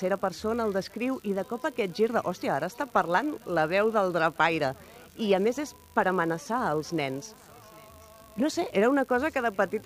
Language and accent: Catalan; Mataró, Catalonia, Spain; Bueno, jo soc de Rocafonda també, com el Lamine Yamal.